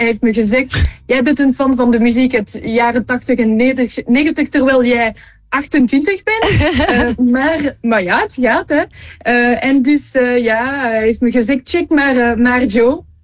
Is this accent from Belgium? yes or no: yes; Anderlecht, Brussels, Belgium; Brussel, ik kom uit Anderlecht en nu ben ik in Sint-Lambrechts-Woluwe